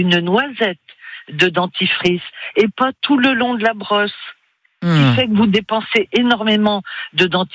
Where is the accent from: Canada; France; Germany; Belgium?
France; Nouvelle-Aquitaine; now in Angers, France; je suis d'Angers, originaire quand même des Deux-Sèvres.